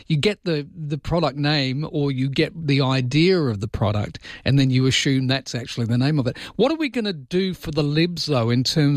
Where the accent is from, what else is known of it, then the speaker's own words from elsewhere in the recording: Mauritius; English is a second language; now in Australia; I'm originally from Mauritius.